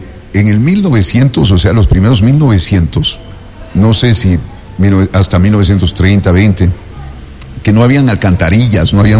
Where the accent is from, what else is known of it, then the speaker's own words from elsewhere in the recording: Quito, Pichincha, Ecuador; yo soy quiteño, pero no soy ganadero.